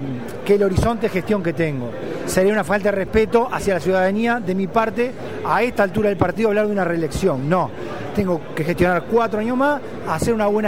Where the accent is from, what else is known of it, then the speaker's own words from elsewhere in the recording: Canelones, Uruguay; Nosotros somos orgullosamente canarios.